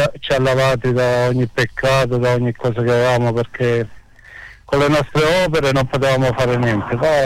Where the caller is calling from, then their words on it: Sicily, Italy; siamo dalla Sicilia.